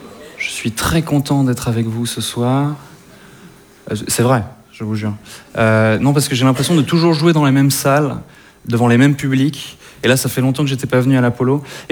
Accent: Switzerland; moved away; Moi, je viens pas tout à fait d'ici, par ailleurs. Je pense que ça se voit, en plus. Ces cheveux noirs, c'est très latin. Et effectivement, je suis suisse.

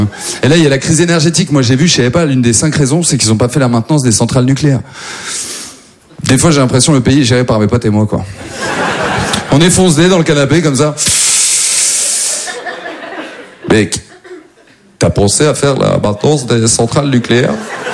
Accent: Maubeuge, Hauts-de-France, France; now in Paris, France; moi à la base, en plus je viens pas du tout de Paris, moi je viens de Maubeuge

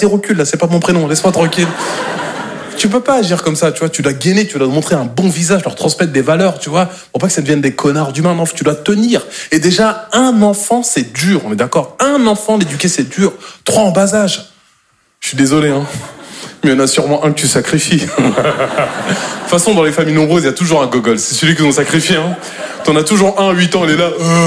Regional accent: Normandy, France; Moi, je suis normand de base et j'aime pas trop silence.

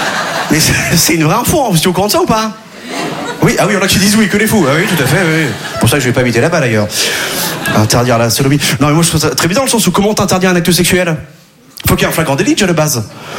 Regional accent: Quimperlé, Brittany, France; Si vous voyez là, déjà là d'où je viens à Quimperlé, on n'avait pas les sports cool.

